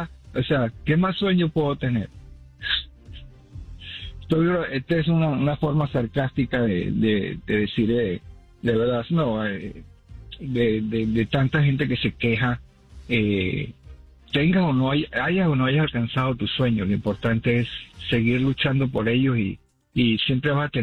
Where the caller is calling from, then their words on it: Orlando, Florida, United States; Estoy llamando de Orlando, de aquí de Orlando, Florida.